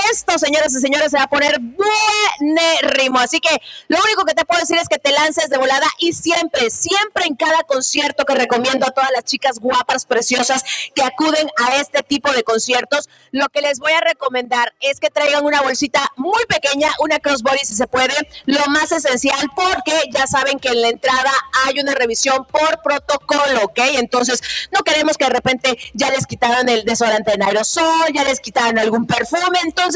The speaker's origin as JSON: {"language": "Spanish", "country": "Mexico", "said": "Ya sabes, como buen mexicano a veces dejamos las cosas al último"}